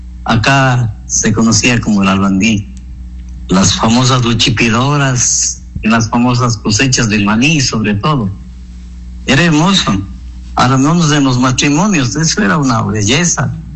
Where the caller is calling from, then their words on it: Macas, Morona Santiago, Ecuador; Sobre todo me quedé en Macas, porque yo conozco desde el año 1965.